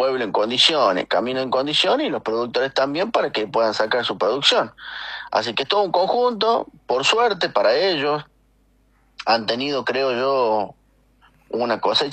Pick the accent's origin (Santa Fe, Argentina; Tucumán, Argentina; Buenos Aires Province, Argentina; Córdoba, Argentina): Tucumán, Argentina; Es normal de que si vienen a mi pueblo o vayan al pueblo que quieran en Tucumán y en el país